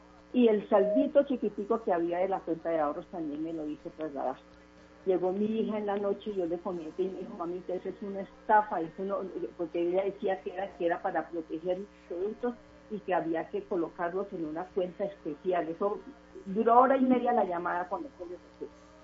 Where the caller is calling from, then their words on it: Bogotá, Bogotá D.C., Colombia; Acá en Bogotá.